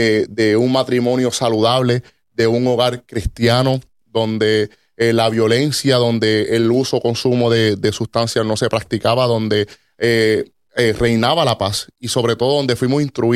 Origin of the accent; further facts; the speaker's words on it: Isabela, Puerto Rico; also born or lived in Aguadilla, Puerto Rico; Soy de noroeste de Puerto Rico. Soy nacido en Aguadilla, pero criado en Isabela. Junto con mis padres, mis hermanos, tengo dos hermanos mayores. Yo soy el menor de la casa y junto con … … Vengo de este humilde pueblo